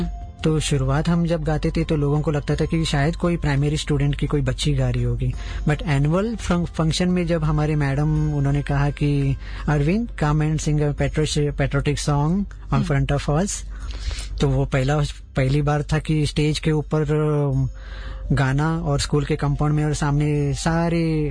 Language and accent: Hindi; Mumbai, Maharashtra, India; हम मुंबई से बिलोंग करते